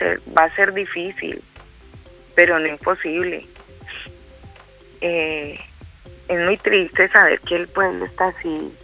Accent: Roldanillo, Valle del Cauca, Colombia; also born or lived in Armenia, Quindío; now in Chile; yo nací en Armenia, Quindío, que es eje cafetero. Y a mí de muy pequeña me llevaron a Roldanillo, que ahí fue donde me crié.

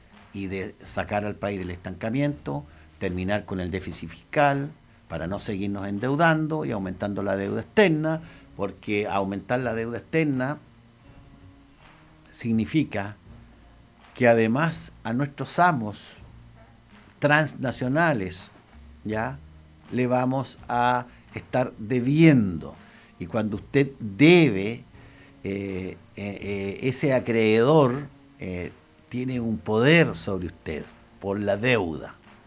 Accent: Osorno, Los Lagos, Chile; Para nosotros como osorninos

